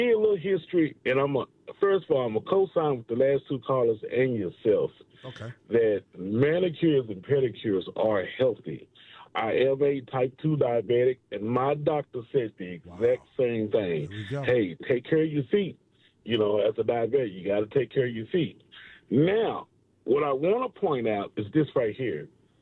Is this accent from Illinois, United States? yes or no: no; Fort Worth, Texas, United States; No, I'm from Fort Worth, Texas.